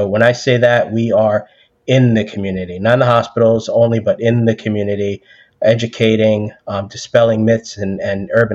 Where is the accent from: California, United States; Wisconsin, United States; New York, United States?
New York, United States; New York City; I'm a New Yorker, born and raised out of Brookdale in Brooklyn